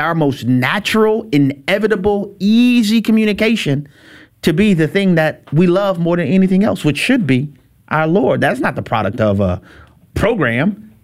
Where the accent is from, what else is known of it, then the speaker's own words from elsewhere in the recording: New Orleans, Louisiana, United States; And I mentioned our home state of Louisiana. I'm from New Orleans originally